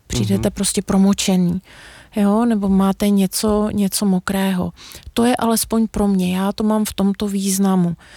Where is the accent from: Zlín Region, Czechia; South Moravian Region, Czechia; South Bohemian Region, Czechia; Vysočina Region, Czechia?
South Bohemian Region, Czechia; Jindřichův Hradec; Já pocházím z Jindřichova Hradce